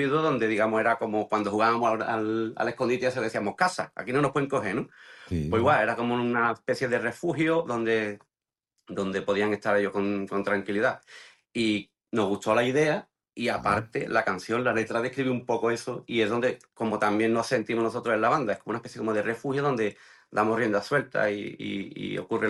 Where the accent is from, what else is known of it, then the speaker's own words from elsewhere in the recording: Jerez, Andalusia, Spain; De Jerez, de Jerez.